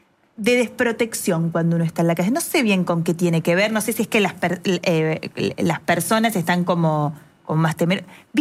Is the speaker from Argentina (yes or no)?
yes; La Dulce, Buenos Aires Province, Argentina; Yo soy de La Dulce, un pueblito cerca de Necochea. Pasé muchos veranos en Mar del Plata, muchas vacaciones de invierno en Mar del Plata durante toda mi infancia, adolescencia, porque tenía mis tías, mis abuelas.